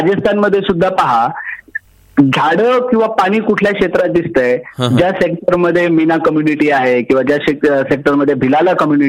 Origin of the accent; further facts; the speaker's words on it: Beed, Maharashtra, India; मी ज्या जिल्ह्यातून आलो त्या जिल्ह्याचं नाव आहे बीड. बीडचा अर्थ होतो भीर, बीडचा अर्थ होतो पाणी. पाण्याचा प्रदेश असणारा म्हणजे 1947 पर्यंत निजामाच्या ताब्यात असताना हा पाण्याचा प्रदेश होता